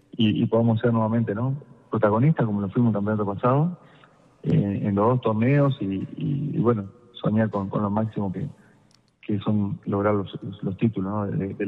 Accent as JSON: {"language": "Spanish", "country": "Uruguay", "said": "Bueno, soy uruguayo, como usted bien decía, tengo una historia en el club en el año 2022"}